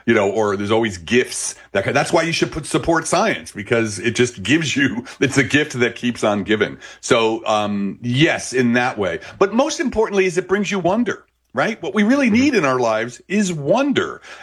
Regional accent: Belleville, New Jersey, United States

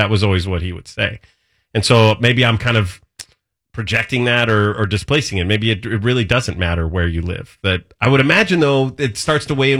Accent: Modesto, California, United States; also born or lived in Union City, California; my hometown of Modesto, California

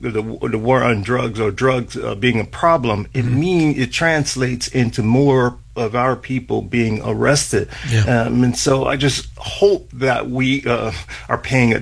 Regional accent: Miami, Florida, United States; I grew up in Miami, and at that time, I was in the Air Force, actually.

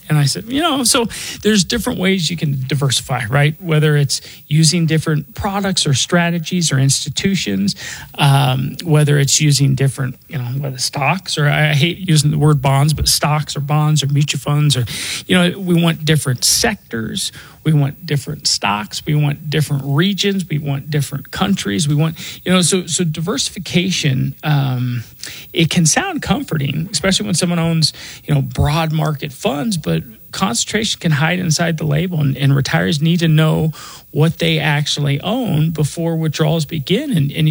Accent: Denver, Colorado, United States; I was born and raised in Denver. I'm not just licensed here, Jackie. I was born and raised here. I grew up off of Hamden and I-25, went to Holly Hills Elementary School, went to Cherry Creek High School

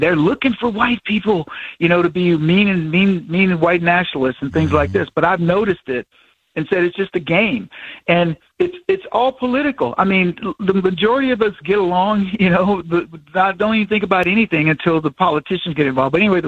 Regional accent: the South, United States; But it was me coming of age, growing up in the South, and my grandparents were poor, but we worked for a rich family.

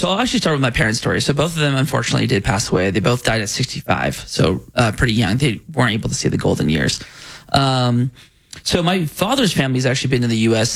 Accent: Colorado Springs, Colorado, United States; I grew up in Colorado Springs, very conservative

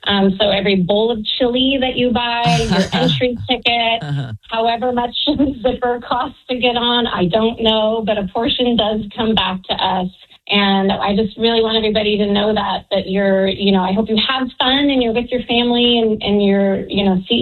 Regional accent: Spokane, Washington, United States; I'm from Spokane

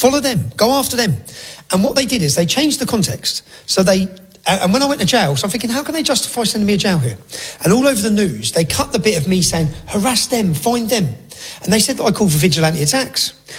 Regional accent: Luton, East of England, United Kingdom; No, my hometown, Luton, was the home of Vauxhalls. It employed 30,000 people.

